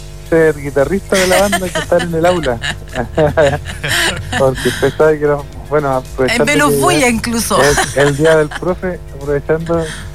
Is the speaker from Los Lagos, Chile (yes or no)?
yes; Carelmapu, Los Lagos, Chile; Yo soy de Carelmapu, un pueblito que queda